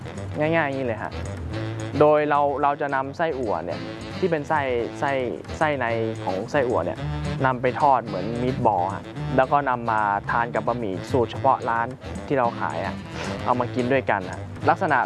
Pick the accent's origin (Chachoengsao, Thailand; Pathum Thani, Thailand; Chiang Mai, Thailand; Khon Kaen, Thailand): Chiang Mai, Thailand; also born or lived in Bangkok; โดยกำเนิดผมเป็นคนภาคเหนือแล้วนะเป็นคนเชียงใหม่อยู่แล้วพ่อแม่ก็ให้กินอาหารเหนือตลอดโดยตั้งแต่เด็กก็กินอาหารเหนือ